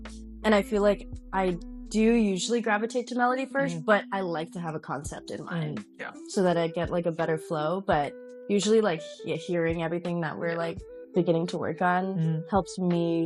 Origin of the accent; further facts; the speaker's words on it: Philippines; Okay, I know that we're Filipino